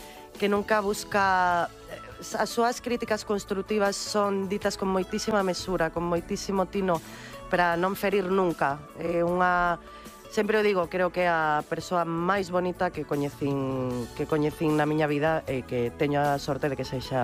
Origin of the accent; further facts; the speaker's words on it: Cedeira, Galicia, Spain; also born or lived in Ferrol; Ainda que o problema é que nacín en Ferrol, pero sempre bueno, digo que nacín en Cedeira. Pero, claro, cando me miran o meu DNI, ti eres de Ferrol. E digo, sí, sí, sinto moita honra por Ferrol, sí, pero son de Cedeira.